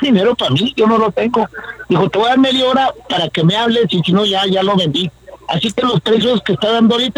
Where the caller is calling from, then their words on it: Mexico; Pues eso nos perjudica a todos como mexicanos.